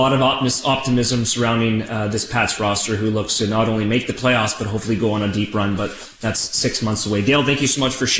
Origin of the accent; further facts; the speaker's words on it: Ottawa, Ontario, Canada; because I am from Ottawa, Ontario, and have watched Ottawa and Montreal play